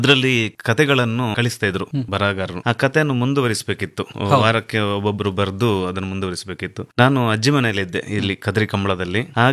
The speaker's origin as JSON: {"language": "Kannada", "town": "Thuminad", "region": "Karnataka", "country": "India", "tie": "born or raised there", "said": "ನಮ್ಮೂರು ತುಮಿನಾಡು."}